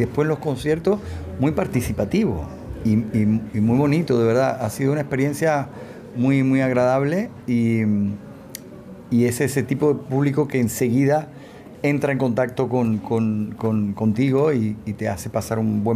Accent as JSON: {"language": "Spanish", "country": "Cuba", "said": "siempre con esa base de música cubana tradicional, que es de donde yo vengo"}